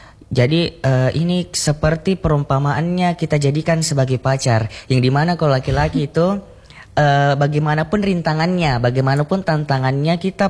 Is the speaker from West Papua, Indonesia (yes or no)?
no; Southeast Sulawesi, Indonesia; moved away; sekolah saya di Sulawesi Tenggara